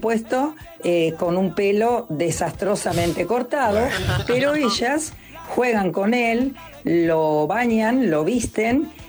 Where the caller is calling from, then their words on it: Banfield, Buenos Aires Province, Argentina; de Banfield.